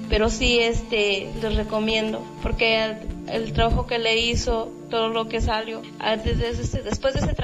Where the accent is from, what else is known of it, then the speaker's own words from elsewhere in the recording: Tepanco, Puebla, Mexico; vengo de Tepanco.